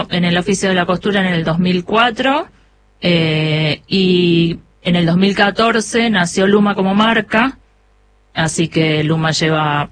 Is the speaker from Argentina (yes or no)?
yes; Avellaneda, Buenos Aires Province, Argentina; born or raised there